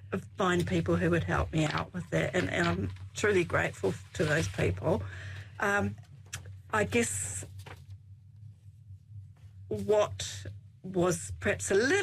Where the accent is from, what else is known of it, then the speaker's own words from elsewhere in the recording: New Zealand; and I almost felt like even as a Kiwi and not having been to Poland